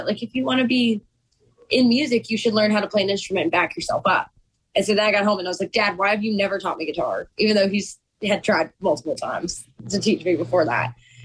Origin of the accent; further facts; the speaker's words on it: Radford, Virginia, United States; I'm from Virginia. So I'm from Radford, Virginia.